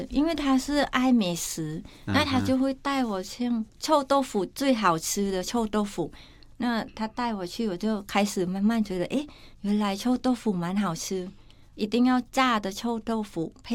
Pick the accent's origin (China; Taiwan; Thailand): Thailand; 就是因为我公公他也了解我是从泰国过来